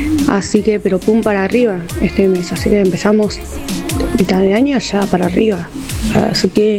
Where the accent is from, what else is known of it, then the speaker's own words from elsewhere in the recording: Buenos Aires, Argentina; Les mando muchos besos, soy